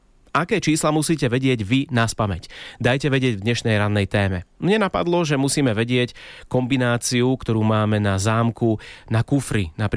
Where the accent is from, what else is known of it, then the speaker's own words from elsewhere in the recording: Liptovský Mikuláš, Žilina Region, Slovakia; to bolo číslo k nám domov v Liptovskom Mikuláši